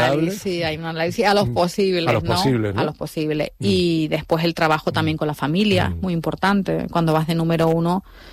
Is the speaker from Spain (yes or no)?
yes; Andalusia, Spain; yo soy andaluza